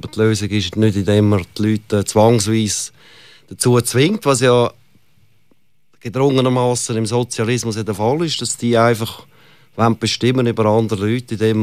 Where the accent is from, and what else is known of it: Zurich, Switzerland